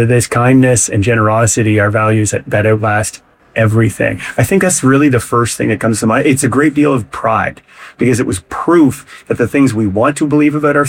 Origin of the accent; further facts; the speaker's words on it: Fredericton, New Brunswick, Canada; Fredericton right now in my hometown, Come From Away showing in Fredericton